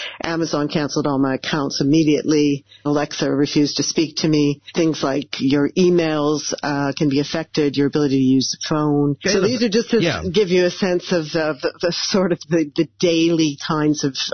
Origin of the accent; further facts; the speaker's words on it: Canada; now in Netherlands; I'm in the Netherlands as a Canadian, I know that I'm subject to Dutch law.